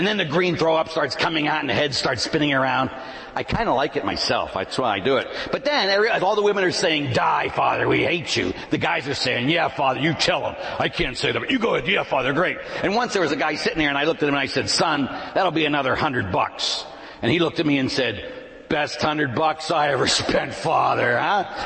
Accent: Pittsburgh, Pennsylvania, United States; born or raised there

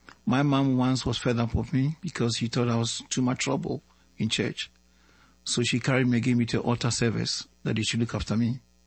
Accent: Ghana; born there; I was born in Ghana to a family of six. I happen to be the fifth boy of the family.

